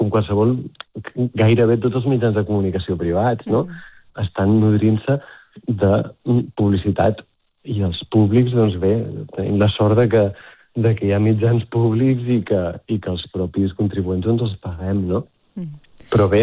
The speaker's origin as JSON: {"language": "Catalan", "town": "Girona", "region": "Catalonia", "country": "Spain", "tie": "born there", "said": "Jo que vaig néixer a Girona m'he recorregut tot el gironès i jo crec que tota la província de Girona"}